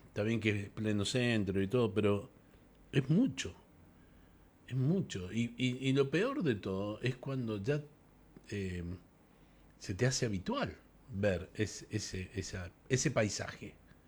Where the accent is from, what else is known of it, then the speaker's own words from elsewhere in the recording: Mendoza, Argentina; Desde hace tiempo, veo, como cualquier mendocino, la cantidad de gente que duerme en la calle, loco.